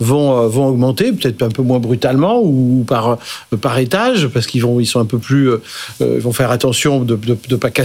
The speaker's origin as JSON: {"language": "French", "country": "Indonesia", "said": "ceux qui ne peuvent pas acheter des téléphones en Indonésie ou dans d'autres pays, je suis de l'Indonésie."}